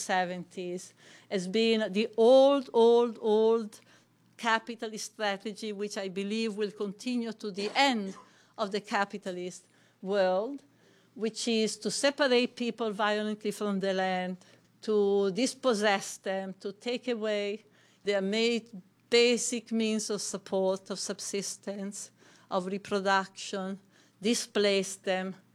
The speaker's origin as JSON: {"language": "English", "country": "Italy", "tie": "born or raised there", "moved": "as an adult", "said": "In my own country, I come from Italy originally. And I remember when I was a child or a young woman in the 50s"}